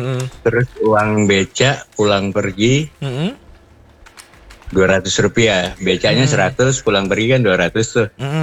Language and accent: Indonesian; Jakarta, Indonesia; Saya kebetulan SD itu di dari kecil emang di Jakarta gitu kan. PTS di SD Pasanggrahan Kodam Bintaro. Itu saya betulan tinggal sama oma, sama nenek.